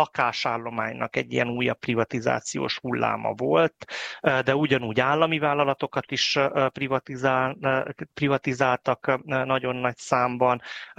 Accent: Cluj-Napoca, Cluj County, Romania

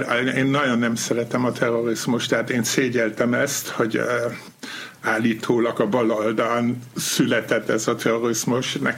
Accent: Allendorf, Germany; Paraszt udvaran nőttem fel, az volt a mamámé, a papám viszont egy ilyen diplomás feldmérnök, és fontos ember volt a faluban, polgármester. Van egy 1500 lelkű falu, ott születem, Allendorf.

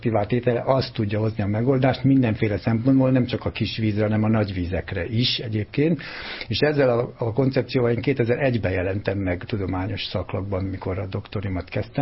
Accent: Jász-Nagykun-Szolnok, Hungary; born or raised there

